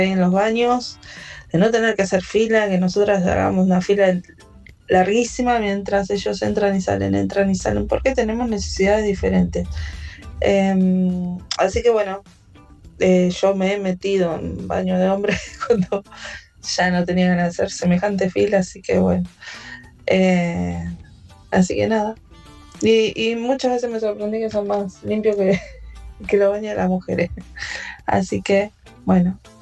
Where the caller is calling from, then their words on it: Ituzaingó, Buenos Aires Province, Argentina; de Ituzaingó.